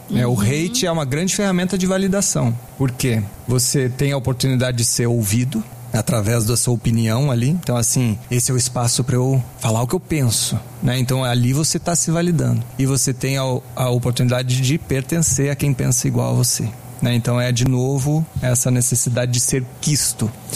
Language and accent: Portuguese; Brasília, Federal District, Brazil; born there; Eu nem sei de onde é que eu sou direito. Eu sou nascido em Brasília, né?